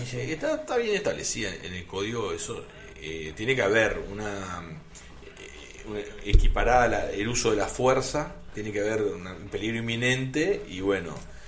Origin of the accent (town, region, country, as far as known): Uruguay